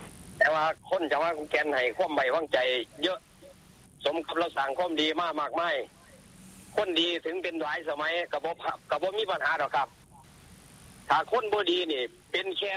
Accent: Ubon Ratchathani, Thailand; ทั้งอุบลแบ่งบ่ได้ครับทั้งอุบลผมแล้วบ้านเกิดผมนี่แบ่งบ่ได้

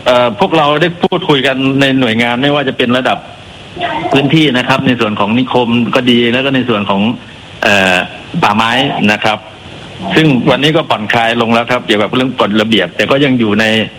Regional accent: Udon Thani, Thailand; คนอุดรธานีครับ

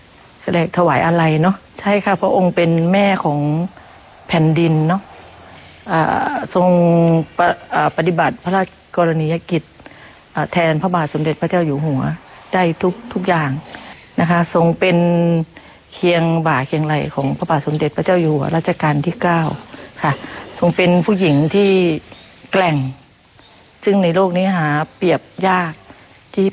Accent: Chanthaburi, Thailand; รู้สึกว่าเราเป็นคนบ้านนอกนี่รู้สึกมันประทับใจอะค่ะท่านมานี่เป็นเกียรติของคนเมืองจันทร์

